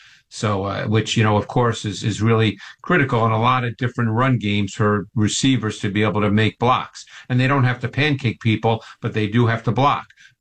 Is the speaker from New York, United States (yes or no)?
yes; New York City, New York, United States; I grew up in Queens in New York